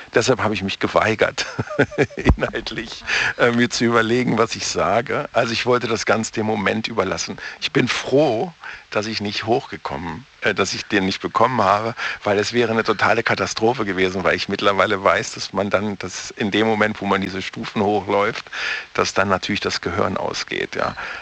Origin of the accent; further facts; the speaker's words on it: Braunschweig, Lower Saxony, Germany; Also wir sind beide aus Niedersachsen, er kommt aus Wolfsburg, ich aus Braunschweig.